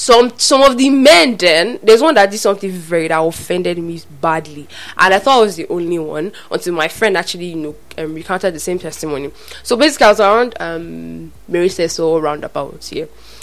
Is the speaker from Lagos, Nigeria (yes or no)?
yes; Lagos, Nigeria; now in Calabar, Nigeria; Now, I was literally I came from Lagos. In case people don't realize, I didn't grow up here.